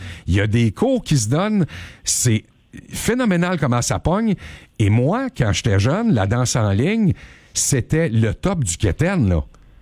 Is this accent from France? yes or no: no; Quebec, Canada; chez nous au Québec